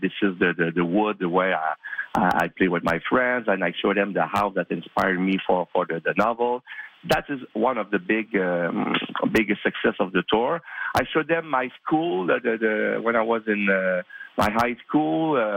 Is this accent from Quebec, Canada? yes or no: yes; Drummondville, Quebec, Canada; Drummondville is my hometown. I was born in Drummondville. I grew up in Drummondville. And it's a quiet town.